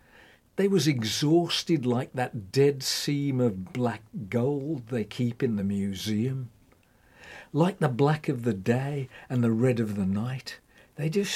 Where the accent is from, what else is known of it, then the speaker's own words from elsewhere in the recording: West Midlands, United Kingdom; accent: Black Country; my accent, although it's still there, I think anybody'd know I'm from the Black Country, has modified over the years.